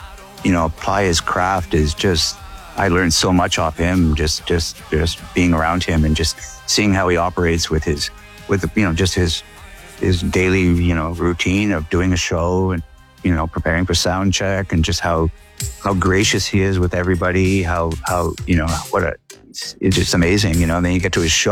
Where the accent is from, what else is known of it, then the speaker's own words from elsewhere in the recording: Montreal, Quebec, Canada; now in United States; Well, my mother was a classical voice teacher at McGill University in Montreal, where I grew up.